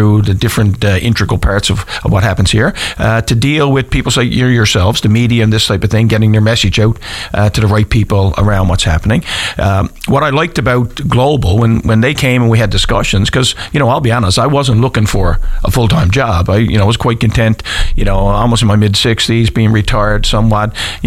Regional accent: Newfoundland and Labrador, Canada; being a Newfoundlander and Labradorian and working with our team in Atlantic Canada

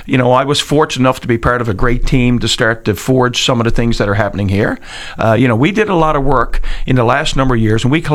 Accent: Newfoundland and Labrador, Canada; being a Newfoundlander and Labradorian and working with our team in Atlantic Canada

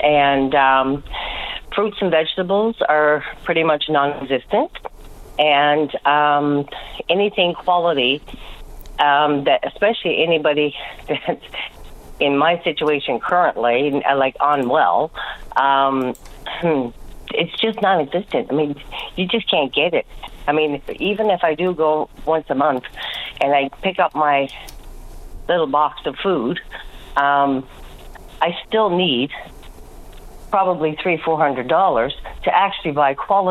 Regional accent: Newfoundland and Labrador, Canada; I'm not from St. John's. I moved here in May 2025, okay, from another area or whatnot.

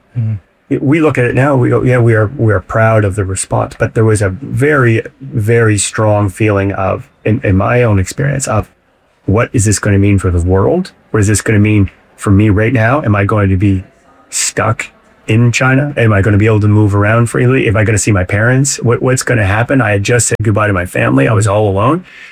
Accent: Fredericton, New Brunswick, Canada; also born or lived in Sackville, New Brunswick; Fredericton right now in my hometown

